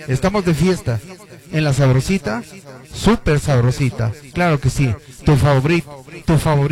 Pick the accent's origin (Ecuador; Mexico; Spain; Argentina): Mexico; Mexico City; Así se goza la cumbia en mi tierra, Peñón de los Baños, Colombia chiquita.